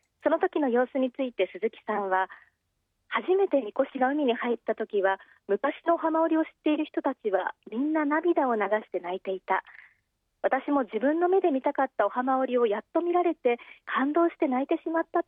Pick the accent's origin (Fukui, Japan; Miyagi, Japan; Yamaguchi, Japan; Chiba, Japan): Chiba, Japan; born there; 私は中学生の頃から千葉市で育ちましたが